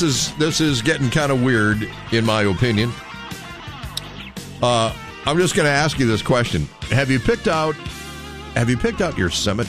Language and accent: English; Minnesota, United States; surrounded by pine trees and cornfields, just like where I grew up in Southwest Minnesota.